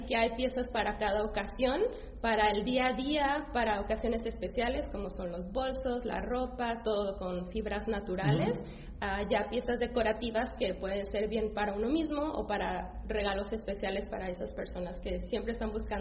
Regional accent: Mexico; también en especial cuando saben que soy mexicana

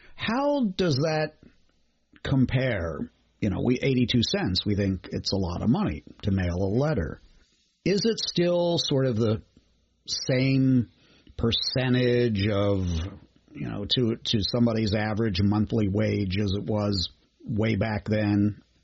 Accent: Cincinnati, Ohio, United States; I'm old enough to remember those, and I grew up in Cincinnati

